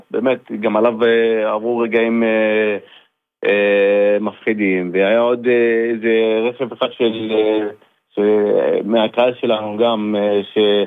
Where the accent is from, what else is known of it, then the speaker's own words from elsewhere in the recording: Netanya, Central District, Israel; born there; אני גדלתי והתחנכתי בנתניה, כאילו מכיתה זין עד כיתה י' ב'